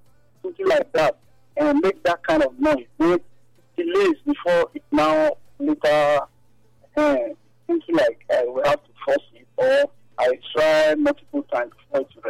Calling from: Ogida, Edo, Nigeria; Jimmy, I'm calling from Ogida.

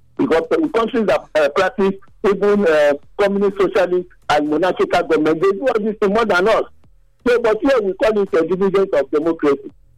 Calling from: Nigeria; I'm calling from Mobesa community.

